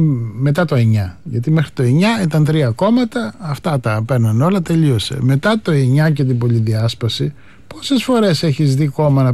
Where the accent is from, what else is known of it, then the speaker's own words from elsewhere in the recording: Skala Kamineon, North Aegean, Greece; Το σήκωσες όταν περνάγανε 10.000 μετανάστες κάθε μέρα από την Τουρκία απέναντι στη σκάλαση Καμινέα στην πατρίδα μου.